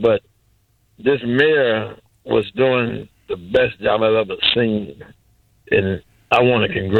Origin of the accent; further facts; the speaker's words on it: Chicago, Illinois, United States; moved away as an adult; now in Aurora, United States; Born and raised in Chicago. But it's a pleasure leaving Chicago from work and going home in Aurora.